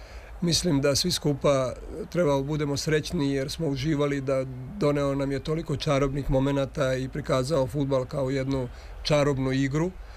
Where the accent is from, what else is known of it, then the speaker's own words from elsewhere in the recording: Dalmatia, Croatia; Pa znate kako, ja dolazim s podneblja gde je ta kultura fudbala, ja sam Dalmatinac, moje vaspitanje je usmerio Hajduk iz Pluta.